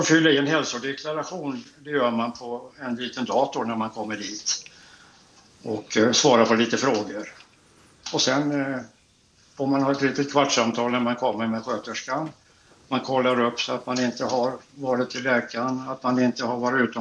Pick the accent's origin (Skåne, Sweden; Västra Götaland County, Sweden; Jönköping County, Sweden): Västra Götaland County, Sweden; Gothenburg; Som göteborgare så … naturligtvis.